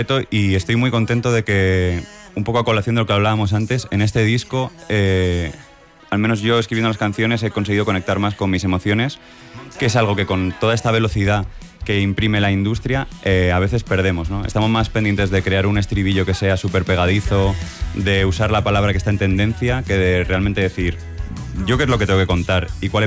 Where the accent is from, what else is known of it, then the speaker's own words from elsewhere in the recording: Alicante, Valencian Community, Spain; also born or lived in Murcia; yo soy alicantino y amo mi ciudad